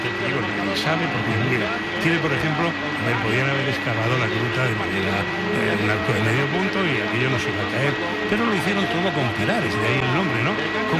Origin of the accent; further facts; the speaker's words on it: Region of Murcia, Spain; Es que no hablo catalán valenciano y encima soy de Murcia, que como las S, ¿no?